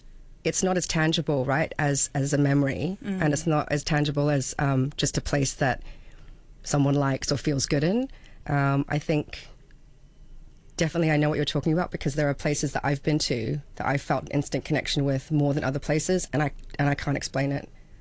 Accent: Hong Kong; My parents and their New Zealand culture has definitely shaped me, but also growing up in Hong Kong, I had a British education and I had friends from all over.

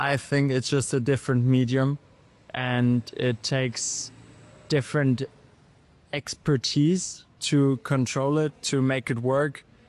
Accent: Munich, Bavaria, Germany; I'm from Munich, Germany.

